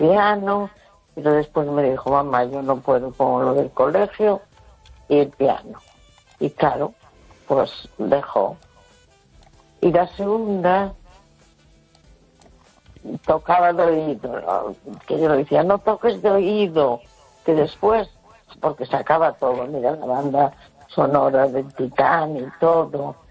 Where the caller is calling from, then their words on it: A Coruña, Galicia, Spain; de La Coruña.